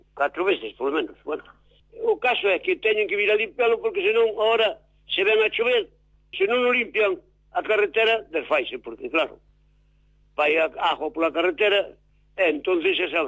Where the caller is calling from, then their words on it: Mourente, Galicia, Spain; En esto, Rúa dos Pradiños, aquí Mourente.